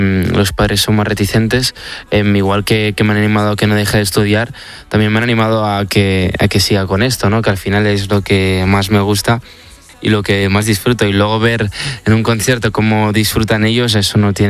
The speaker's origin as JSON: {"language": "Spanish", "town": "Barcelona", "region": "Catalonia", "country": "Spain", "said": "yo soy un chico de Barcelona"}